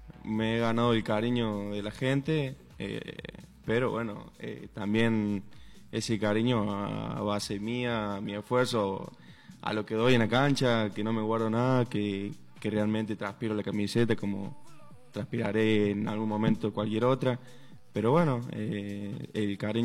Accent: Costasacate, Córdoba, Argentina; moved away as an adult; now in Santiago del Estero, Argentina; Yo soy de un pueblito cerca de Córdoba, Costa Zacate se llama. Son muy poquitos, chiquitos

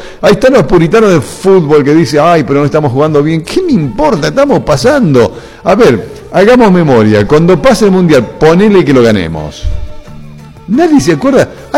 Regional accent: Mexico; Pónganlo los mexicanos, somos mexicanos.

